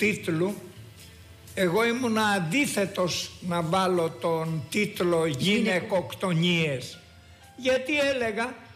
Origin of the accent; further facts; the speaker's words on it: West Greece, Greece; μου αρέσει η Ρόδος και θα ήθελα να περνάω εδώ μεγάλα χρονικά διαστήματα, αλλά εγώ είμαι από Ετωλοακαρνανία.